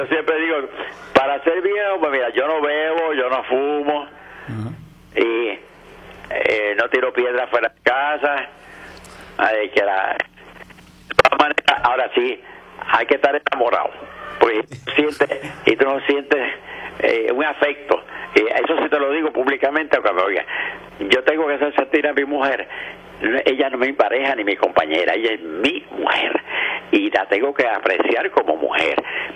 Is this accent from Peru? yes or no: no; Corozal, Puerto Rico; now in Mayagüez, Puerto Rico; yo soy un jíbaro de Cuchillas de Corozal.